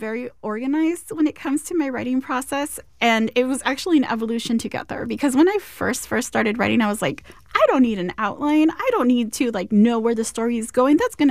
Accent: San Diego, California, United States; I grew up here in San Diego

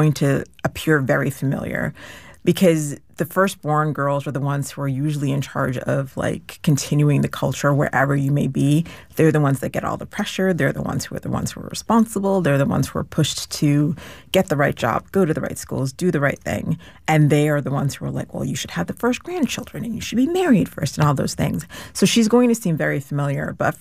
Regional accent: Shrewsbury, Massachusetts, United States; Growing up, I grew up in Massachusetts in a very small town, Shrewsbury, Massachusetts. Anyone listening from Shrewsbury, like, I hear you.

